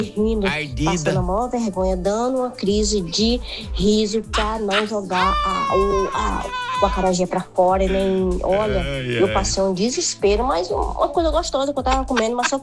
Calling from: Bahia, Brazil; Que eu sou baiana, então, adoro acarajé.

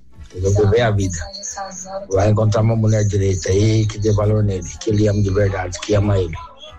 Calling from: São Paulo, Brazil; Eu sou de São Paulo, pela verdade, mano.

